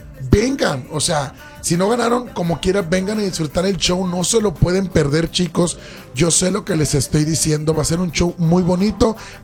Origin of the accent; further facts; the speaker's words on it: McAllen, Texas, United States; Somos originarios de McAllen, Texas. Venimos desde allá